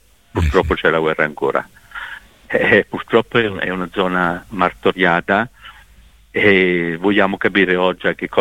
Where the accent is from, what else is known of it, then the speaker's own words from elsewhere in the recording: Corridonia, Marche, Italy; per noi di Corridonia